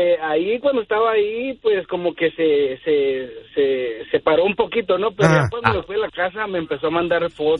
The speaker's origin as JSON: {"language": "Spanish", "country": "Mexico", "said": "yo le digo, pues yo soy de México"}